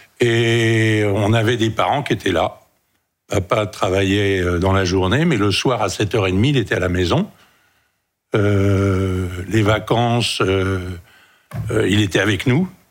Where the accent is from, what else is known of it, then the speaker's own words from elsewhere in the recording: Neuilly-sur-Seine, Île-de-France, France; born there; also born or lived in Paris; Et puis après, on est arrivé à Neuilly